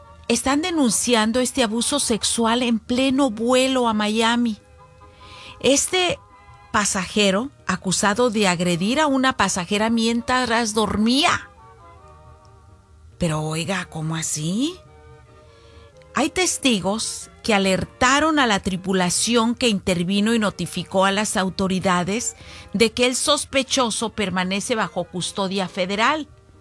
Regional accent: Jalisco, Mexico; así como yo soy jalisciense

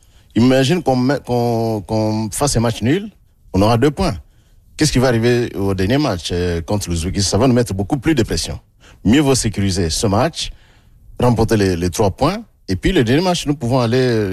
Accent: DR Congo; Alors, la Colombie, vous savez, moi, je suis Congolais. Hein. Quand je suis Congolais, moi, je crois en mes propres capacités.

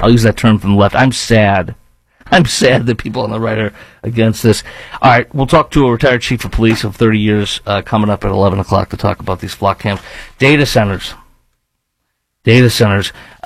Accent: Chicago, Illinois, United States; accent: Chicago; Did you catch my Chicago accent in there?

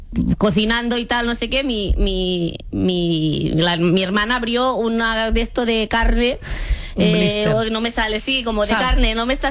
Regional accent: Catalonia, Spain; Yo bebo agua porque soy catalana, ¿vale?

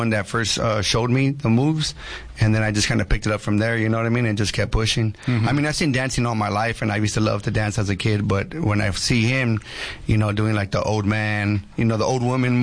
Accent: Los Angeles, California, United States; I'm from Los Angeles, California.

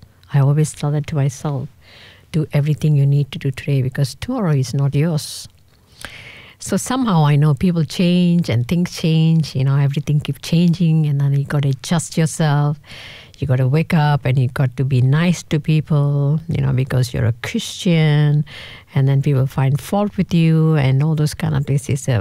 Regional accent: Malaysia; You know, because I'm from Malaysia, right?

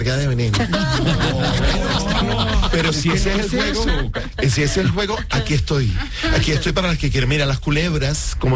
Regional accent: Barranquilla, Atlántico, Colombia; Y soy un colombiano, y soy barranquillero.

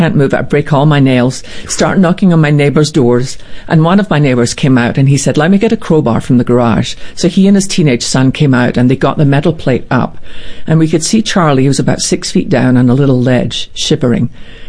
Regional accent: Scotland, United Kingdom; when I was growing up in Scotland in our little church, I loved our Tuesday night prayer meeting.

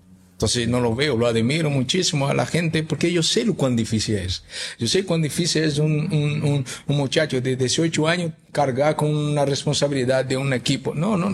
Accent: Seville, Andalusia, Spain; moved away; also born or lived in Barcelona; Yo pensaba cuando yo vine de Sevilla que yo iba a hacer más cosas en Barcelona y yo hacía menos cosas en Barcelona.

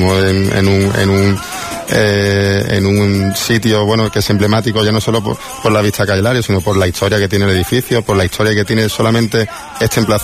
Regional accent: Málaga, Andalusia, Spain; Y para mí, que yo como también malagueño, me siento muy orgulloso de contarlo

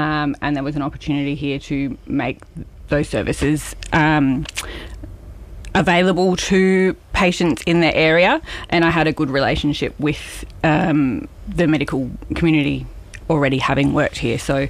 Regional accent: Queensland, Australia; now in Tasmania, Australia; I am originally from Queensland, actually.

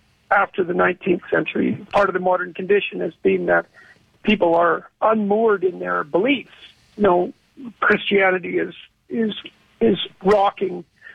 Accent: Canada; I'm Canadian. We're easily impressed.

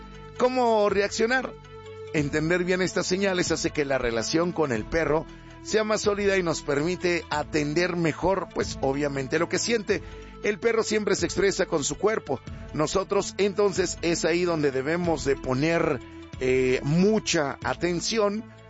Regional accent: Mexico City, Mexico; el festejo de la fiesta de mi pueblo allá en la Magdalena Culhuacán.

